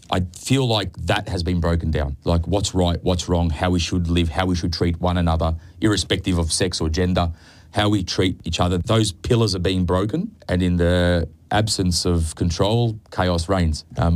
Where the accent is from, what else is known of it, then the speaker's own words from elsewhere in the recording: Australia; we've got this underdog spirit as Australian